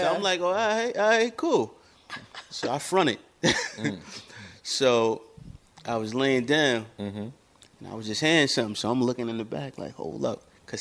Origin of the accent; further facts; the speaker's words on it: Fort Greene, New York, United States; Well, like I said, I'm from Fort Greene. So within Fort Greene, it was always a together situation with everything that they was doing.